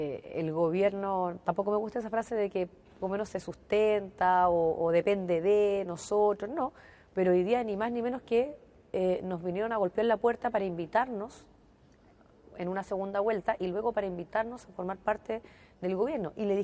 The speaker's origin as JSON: {"language": "Spanish", "country": "Chile", "said": "todos somos parte de Chile"}